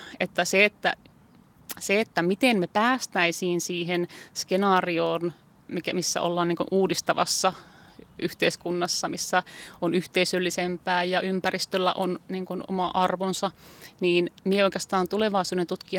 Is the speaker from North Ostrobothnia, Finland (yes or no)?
no; Tornio, Lapland, Finland; moved away as an adult; also born or lived in Haparanda, Sweden; minä olen Haaparanta Torniosta kotoisin, ruukanana sanoa. Minä olen Haaparalla syntynyt, mutta Torniosta kävin koulun, mutta olen molemmissa kaupungissa niin kotona. Niin, mutta identiteetti, mullahan on todella vahva tornionlaaksolainen identiteetti, mulla on vahva raja-identiteetti. Minä olen tornionlaaksolainen